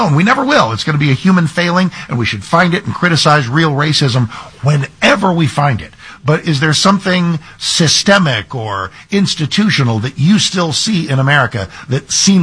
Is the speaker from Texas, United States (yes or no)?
yes; Texas, United States; born there; And when I was born in Texas in November 1957